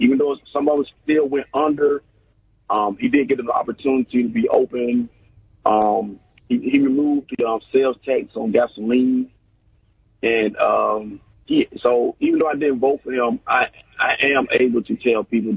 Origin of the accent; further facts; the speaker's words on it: Georgia, United States; I'm from Georgia. I want to talk about my Governor Kemp.